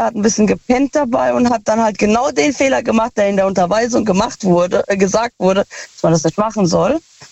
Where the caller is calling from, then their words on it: Ludwigshafen, Rhineland-Palatinate, Germany; Aus Loh. Also aus Ludwigshafen.